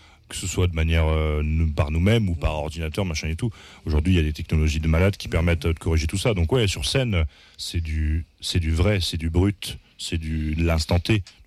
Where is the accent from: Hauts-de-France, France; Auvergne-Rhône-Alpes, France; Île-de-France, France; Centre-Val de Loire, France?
Hauts-de-France, France; Douai; Notre premier concert, c'était à Douai, donc on est des Douaisiens.